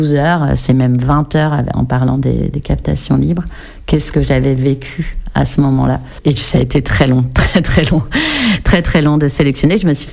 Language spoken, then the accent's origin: French; Nouvelle-Aquitaine, France; moi, je viens du Pays Basque, en fait.